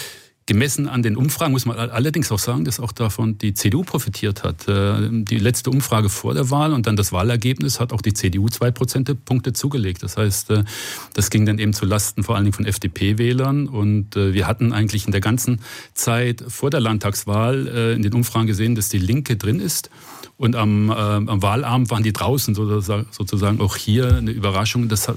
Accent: Baden-Württemberg, Germany; Waren natürlich harte Zeiten im VfB-Land sozusagen, wo ich aufgewachsen bin als Werder-Fan.

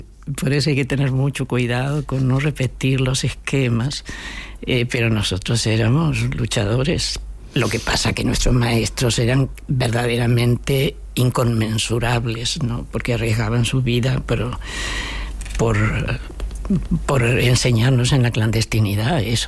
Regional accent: Argentina; born there; moved away

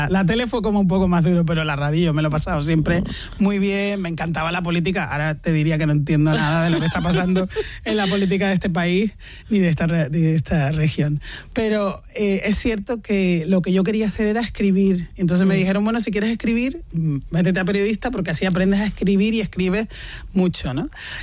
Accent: Canary Islands, Spain; accent: Canarian; also born or lived in Córdoba; Sí. Yo es que me siento muy canaria. Cordobesa también

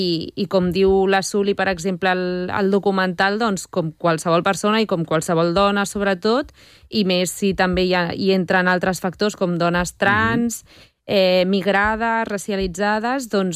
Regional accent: Barcelona, Catalonia, Spain; born there; also born or lived in Colombia; aquí a Barcelona, que la meva mare i jo vam venir de Colòmbia, això fa el 2001, una cosa així.

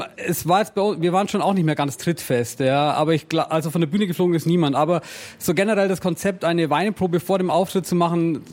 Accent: Fischen, Bavaria, Germany; accent: Allgäu dialect; first language Allgäu dialect (German); moved away as an adult; now in Nuremberg, Germany; ich komme aus einem Dorf in der Nähe von Oberstdorf. Fischen heißt es. Oberstdorf ist vielleicht den Leuten im Begriff wegen dem Skispringen. Genau, da bin ich aufgewachsen. Bis ich 22 war, habe ich dort gelebt, bin dann nach Nürnberg gezogen

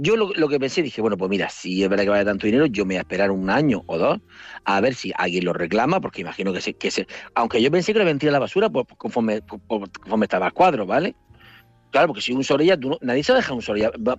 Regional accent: Murcia, Region of Murcia, Spain; digo, mire … soy de Murcia y tal

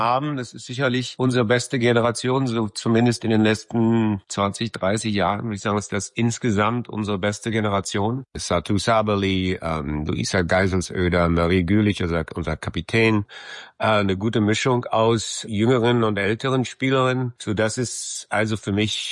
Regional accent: Berlin, Germany; moved away as an adult; Zuerst bin ich aufgewachsen in Lichtenrade

